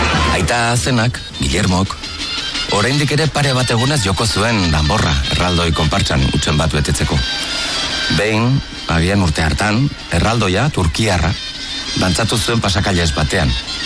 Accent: Pamplona, Navarre, Spain; Txikitatik irakatsi digute, iruindarroi, ba, munduko festarik onenak direla.

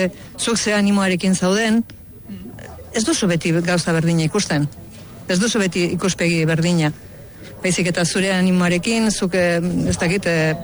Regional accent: Errenteria, Basque Country, Spain; ni errenterian jaio naiz.

